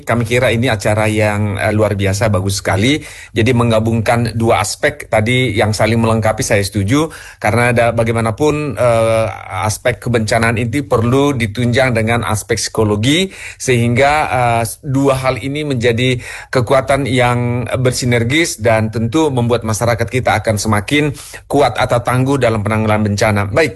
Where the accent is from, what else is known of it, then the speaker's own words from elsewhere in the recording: North Sumatra, Indonesia; moved away; Saya orang Sumatera Utara, pernah bekerja di Sulawesi Utara, pernah di Takengon, pernah di mana tempat.